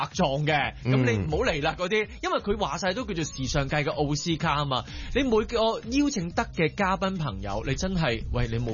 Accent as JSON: {"language": "Cantonese", "country": "Hong Kong"}